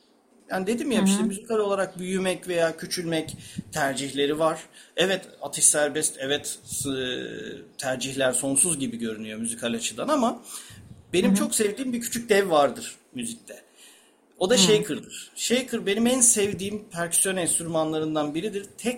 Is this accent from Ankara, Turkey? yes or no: no; Balıkesir, Turkey; Ben de Balıkesirliyim bu arada.